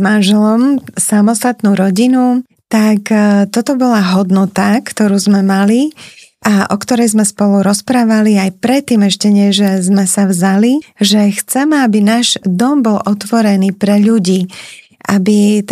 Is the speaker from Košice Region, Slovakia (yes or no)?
no; Bratislava, Bratislava Region, Slovakia; born there; moved away as an adult; also born or lived in Liptov; keď som sa z Bratislavy teda presťahovala na Liptov a tam sme bývali 14 rokov s mojim manželom